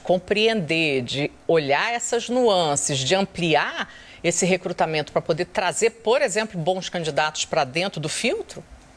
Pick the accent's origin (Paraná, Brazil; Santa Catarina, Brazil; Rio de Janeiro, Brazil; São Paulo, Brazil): Rio de Janeiro, Brazil; Eu sou do Rio